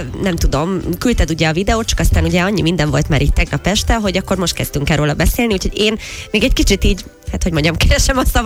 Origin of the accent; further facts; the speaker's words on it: Budapest, Hungary; én ugye a 18. kerületben nőttem föl